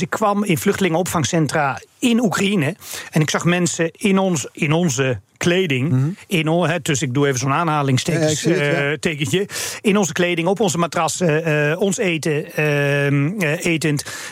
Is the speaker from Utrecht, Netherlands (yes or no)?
no; Noordwijk, South Holland, Netherlands